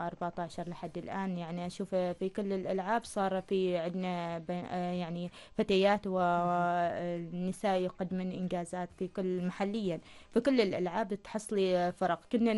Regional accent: Oman; احنا كحكام عمانيين

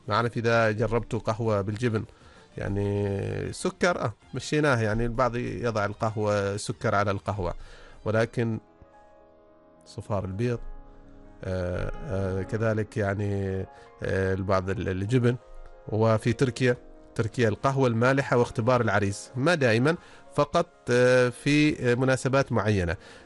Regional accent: Oman; عندنا في عمان والخليج

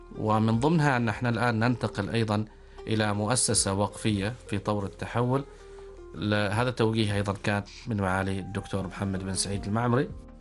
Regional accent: Nizwa, Ad Dakhiliyah, Oman; احنا في النهاية وإن كنا من أهالي حارة لكننا في النهاية عمانيين

